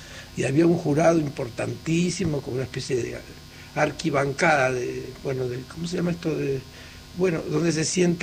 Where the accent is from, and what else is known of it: Ingeniero Jacobacci, Río Negro, Argentina; born or raised there; also born or lived in San Antonio